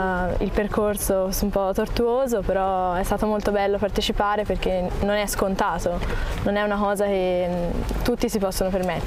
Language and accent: Italian; Volterra, Tuscany, Italy; Vengo da Volterra